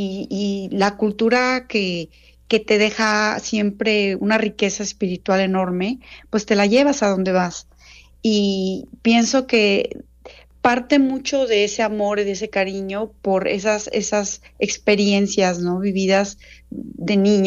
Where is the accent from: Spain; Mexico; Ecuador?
Mexico; moved away as an adult; now in Zurich, Switzerland; como mexicana, que además ha tenido una carrera dentro del teatro en mi país, en México